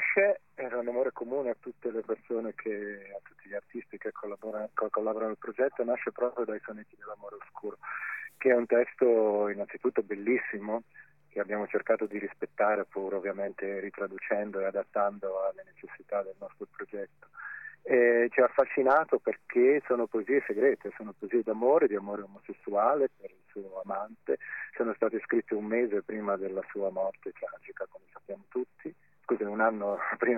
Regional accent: Bolzano, Trentino-Alto Adige, Italy; moved away as an adult; also born or lived in Australia; now in Umbria, Italy; Il primo perché si ritorna a Bolzano davvero dopo tanto tempo. Ho passato pochissimi giorni negli ultimi 20 anni nella mia città natale

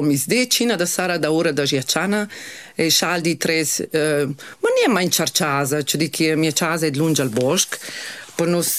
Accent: Corvara, Trentino-Alto Adige, Italy; Io sono cresciuta su a Corvara, io sono giù da scuola in Corvara.

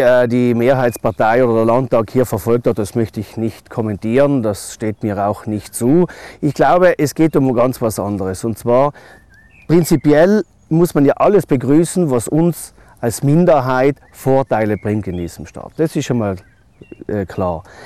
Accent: Trentino-Alto Adige, Italy; die wir als Südtiroler haben.

